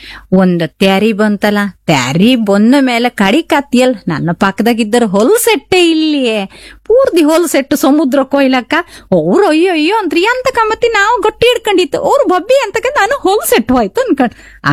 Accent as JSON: {"language": "Kannada", "town": "Kundapura", "region": "Karnataka", "country": "India", "tie": "born or raised there", "said": "ನಾವು ಕುಂದಾಪ್ರಮಣ್ಣ ಹುಟ್ಟಿ ಈ ಕುಂದಾಪ್ರಮಣ್ಣ ಬೆಳೆದವರಿಗೆ ಕುಂದಾಪುರ ಭಾಷೆ ಬಳಸ್ತಿಪ್ಪರಿಗೆ"}